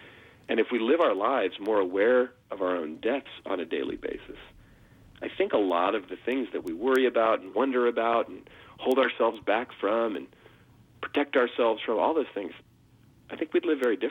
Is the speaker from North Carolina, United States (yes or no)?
no; Oakland, California, United States; the house we grew up in Oakland.